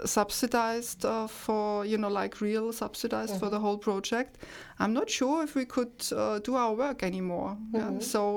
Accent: Vienna, Austria; I'm from Vienna.

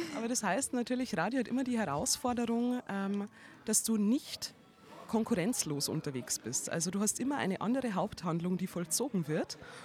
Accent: Germany; was könnte ich denn aus meiner Heimat Deutschland zum Trinken mitbringen.

